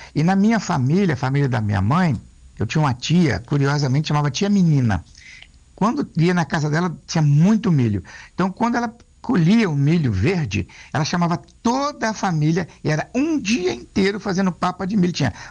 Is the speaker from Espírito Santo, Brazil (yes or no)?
yes; Alegre, Espírito Santo, Brazil; eu sou do Principado do Alegre